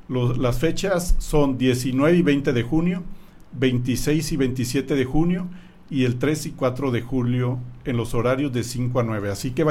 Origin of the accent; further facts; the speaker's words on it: Tijuana, Baja California, Mexico; now in Ciudad Juárez, Mexico; yo vengo de fuera, tengo 13 años aquí en Juárez, vengo de Tijuana